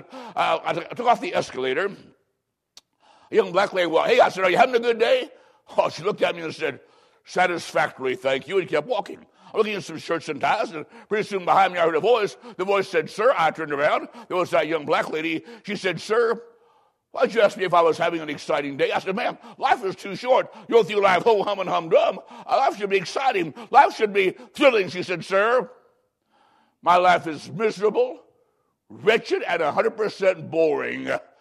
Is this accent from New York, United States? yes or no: no; Macomb, Illinois, United States; born or raised there